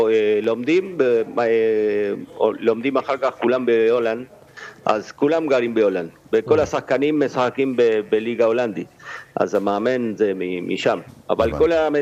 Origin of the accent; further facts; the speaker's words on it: Argentina; moved away as an adult; now in Curaçao; אני ארגנטינאי. אני ארגנטינאי. ארגנטינאי, שיחקתי בארגנטינה